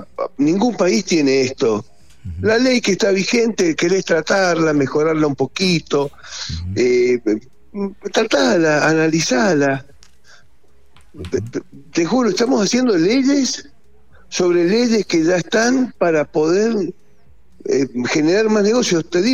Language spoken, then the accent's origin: Spanish; Argentina; somos argentinos.